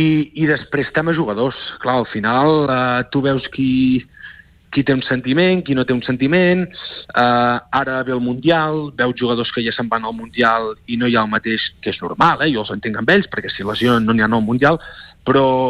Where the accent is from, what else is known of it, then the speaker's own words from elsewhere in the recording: Girona, Catalonia, Spain; jo com a gironí, com a soci i aficionat del club, no vull que baixi